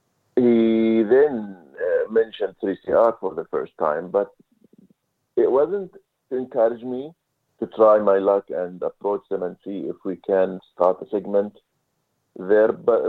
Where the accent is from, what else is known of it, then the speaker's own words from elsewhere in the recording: Saudi Arabia; English is a second language; moved away as an adult; also born or lived in Jordan; now in Australia; I came to Australia from Saudi Arabia. I was 28. Before that, I had finished my school education in Saudi Arabia and university education in Jordan. Came back to Saudi Arabia where I worked as an engineer for 5 years